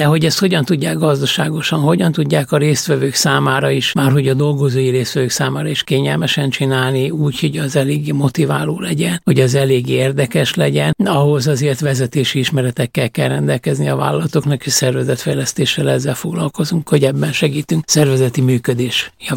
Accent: Budapest, Hungary; mi Budapesten laktunk, és én budapesti vagyok

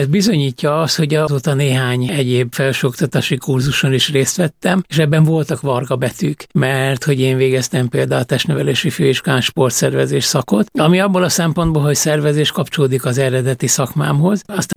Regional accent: Budapest, Hungary; mert mi Budapesten laktunk, és én budapesti vagyok, de én jártam le 5 éves koromban a tejboltba

